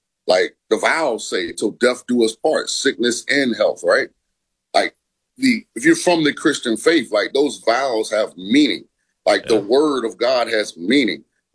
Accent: Florida, United States; now in Las Vegas, United States; Like, I'm from Florida. I live in Vegas. I still have a Florida driver's license. I registered in Florida.

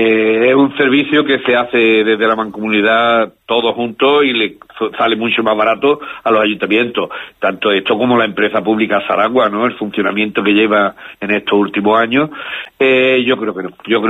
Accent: Valencian Community, Spain; yo soy de Canella de Albaida, allí ya hace años que tenemos un camping de caravana

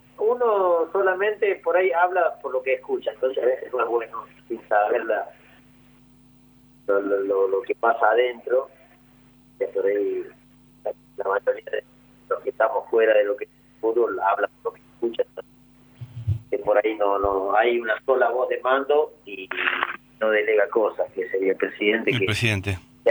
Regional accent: Córdoba, Argentina; Yo soy hincha de Boca y soy cordobés.

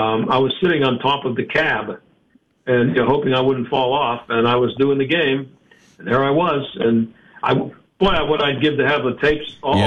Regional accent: Pittsburgh, Pennsylvania, United States; I grew up in South Hills of Pittsburgh suburb, you know. So I was a Pittsburgh kid

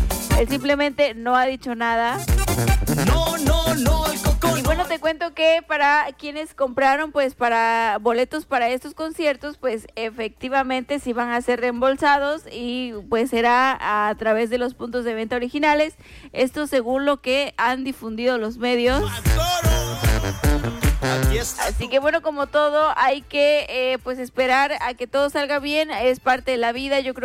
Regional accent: Mexico; así somos nosotros los mexicanos, nosotros metemos la cuchara.

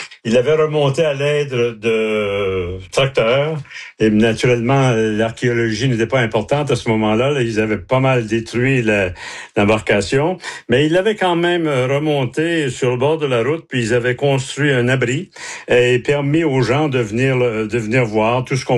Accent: Campbellton, New Brunswick, Canada; Je suis né à Campbellton. J'ai passé toute ma jeunesse là.

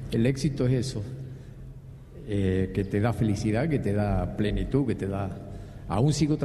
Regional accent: Córdoba, Argentina; Yo he conocido otros países, pero nunca, nunca me fui de Argentina y sobre todo de Córdoba.

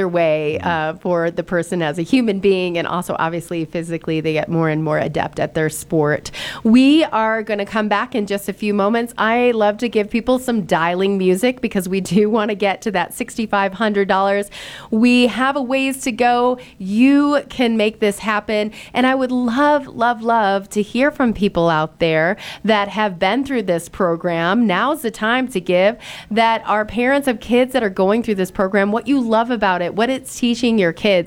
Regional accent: Michigan, United States; now in Park City, United States; I grew up in Michigan skiing these little ice bumps, and then I came out here

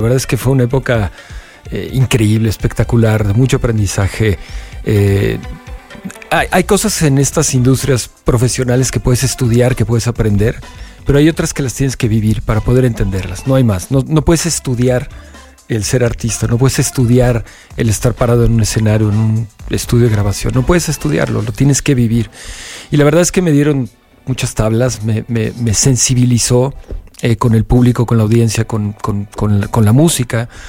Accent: Mexico

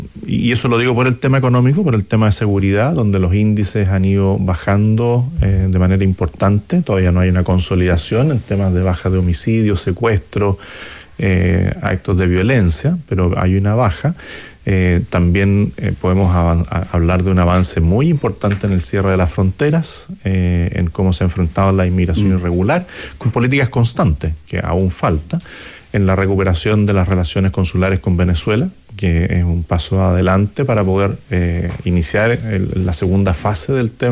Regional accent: Santiago, Santiago Metropolitan Region, Chile; Y tenía la suerte de vivir allí muy cerca, porque de pequeño vivía en Suecia con Pocuro.

